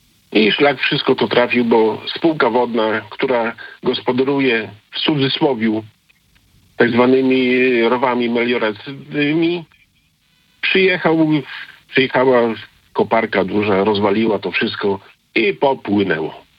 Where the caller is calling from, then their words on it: Białystok, Podlaskie Voivodeship, Poland; ja dzwonię z Podlasia, Białystok, okolice Białegostoku